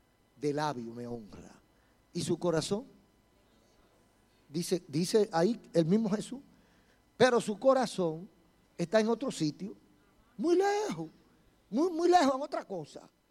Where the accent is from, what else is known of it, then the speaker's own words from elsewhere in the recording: Dominican Republic; mi país, República Dominicana